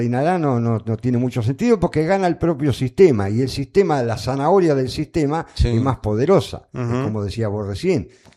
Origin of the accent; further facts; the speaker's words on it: Buenos Aires, Argentina; born there; cuando éramos chicos, vivíamos en Martínez Díaz, Partido Lincoln.